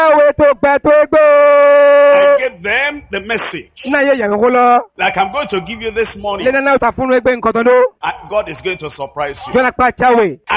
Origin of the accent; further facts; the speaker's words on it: Nigeria; I came from Nigeria, Africa.